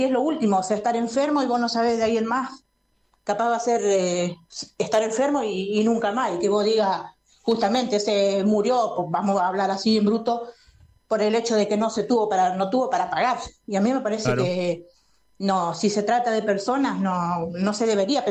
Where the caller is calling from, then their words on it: Argentina; no me gustaría a mí como argentina